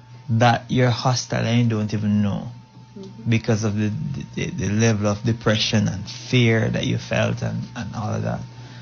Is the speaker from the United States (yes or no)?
no; Jamaica; now in Cayman Islands; I'm from Jamaica originally.